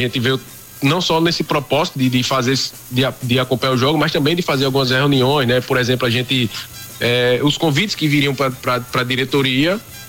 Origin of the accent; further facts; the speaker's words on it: Brazil; nós que somos brasileiros, que amamos o futebol